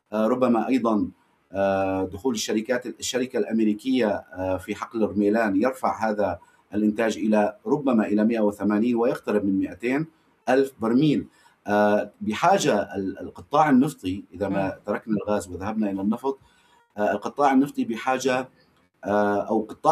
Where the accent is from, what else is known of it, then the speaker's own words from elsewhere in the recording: Syria; لا نريد نحن كسوريين